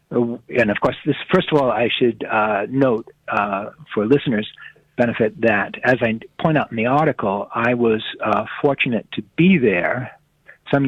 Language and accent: English; United States; So I tell them, Catholic, Christian, you know, mm-hmm. and on top of that, you know, I'm an American